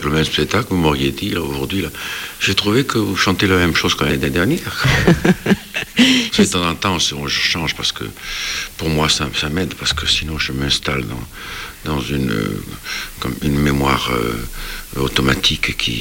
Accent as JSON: {"language": "French", "country": "Monaco", "said": "je suis de Monaco"}